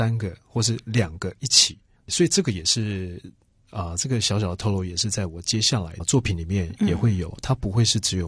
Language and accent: Chinese; Kaohsiung, Taiwan; 我是客家人，对，所以不管是客语的啦，还是台语，因为我是高雄小孩嘛，所以基本上我台语也算蛮练登的